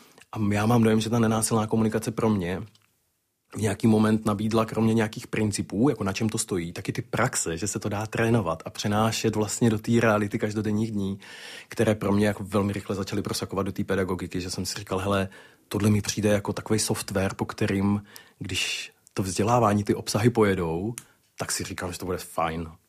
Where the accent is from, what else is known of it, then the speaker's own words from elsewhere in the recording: Zlín Region, Czechia; A já jsem kluk z Valašska